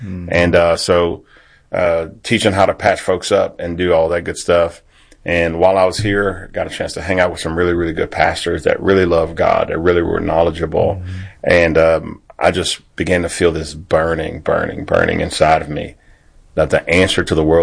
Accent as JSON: {"language": "English", "town": "Baton Rouge", "region": "Louisiana", "country": "United States", "said": "I'm from Baton Rouge, Louisiana."}